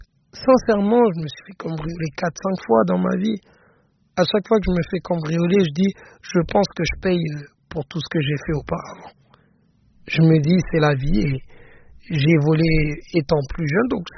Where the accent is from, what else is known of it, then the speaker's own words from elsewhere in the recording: Paris, Île-de-France, France; moved away as an adult; now in Dubai, United Arab Emirates; Mais je ne pense pas finir mes jours à Dubaï. Je suis un vrai Parisien. Je me sens totalement Parisien.